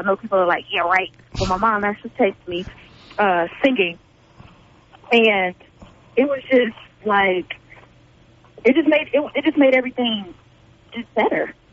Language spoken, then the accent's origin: English; Gary, Indiana, United States; born and raised